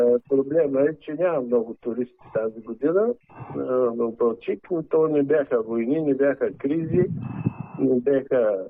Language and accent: Bulgarian; Ruse, Ruse Province, Bulgaria; Все пак аз съм русенец, съм израсъл на Дунава.